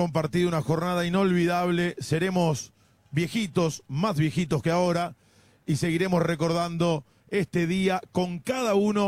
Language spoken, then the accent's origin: Spanish; Argentina; Por un lado, porque somos argentinos.